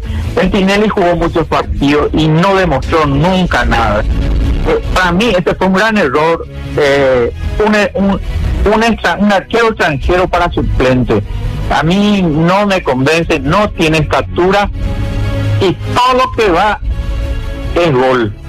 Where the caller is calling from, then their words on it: San Lorenzo, Central, Paraguay; soy de San Lorenzo